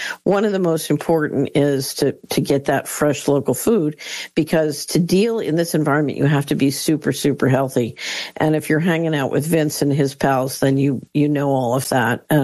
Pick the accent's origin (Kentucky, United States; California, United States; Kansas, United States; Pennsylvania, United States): Pennsylvania, United States; Philadelphia; yeah, I grew up in West Philadelphia.